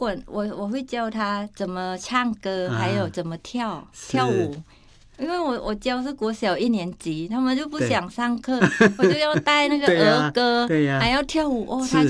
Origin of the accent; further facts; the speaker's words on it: Thailand; moved away as an adult; now in Taiwan; 我说：“哦，我来自泰国。”对啊，所以我就会说：“我是来自泰国，可是我嫁给台湾人了，我也是台湾人。”